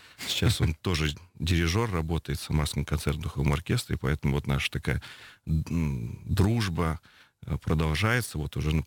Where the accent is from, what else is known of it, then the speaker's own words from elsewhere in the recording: Novokuybyshevsk, Samara Oblast, Russia; я вырос в Новокуйбышевске, родился в Новокуйбышевске